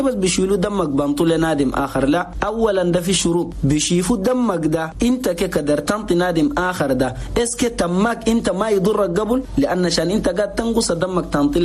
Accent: Chad; نقول لأخواننا المواطنين جميعا في بلدنا تشاد

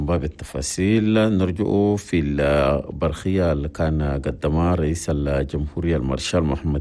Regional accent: Chad

